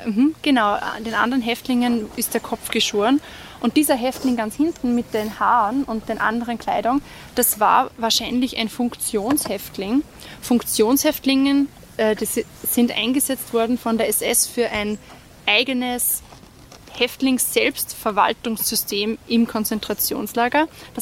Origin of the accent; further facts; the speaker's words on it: Mauthausen, Upper Austria, Austria; Ich bin in Mauthausen geboren und aufgewachsen. Ich bin dort zur Schule gegangen